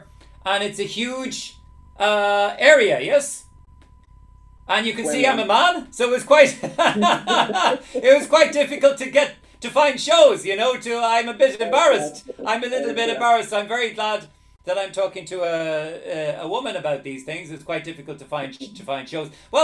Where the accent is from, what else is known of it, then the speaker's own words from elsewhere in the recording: Ireland; now in Lublin, Poland; I'm from Ireland, as I say, but I live in Poland. I live in Lublin in Poland.